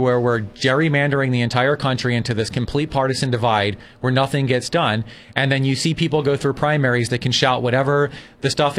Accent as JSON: {"language": "English", "town": "Philadelphia", "region": "Pennsylvania", "country": "United States", "tie": "born or raised there", "moved": "as an adult", "lives_now": "Carpinteria, United States", "said": "I grew up in the Philadelphia area. I grew up a lower income kid."}